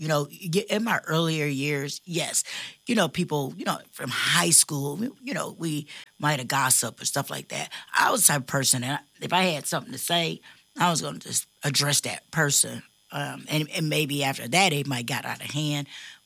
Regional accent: East Cleveland, Ohio, United States; also born or lived in Florida; I'm from East Cleveland. I've lived in Florida.

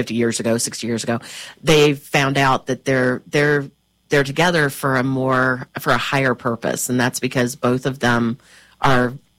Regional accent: Kentucky, United States; I'm from Kentucky. I love bourbon.

